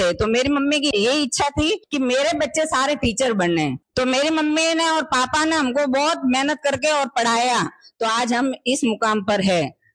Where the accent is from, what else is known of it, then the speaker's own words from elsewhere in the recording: Rohida, Rajasthan, India; मैं भी गांव में पली बड़ी हूँ। मेरा जन्म भी रोहिड़ा गांव में हुआ था जो सिरोही डिस्ट्रिक्ट में है। और मैं, मेरे माता पिता के हम 6 संतान थे, उसमें हम 3 भाई और 3 बहने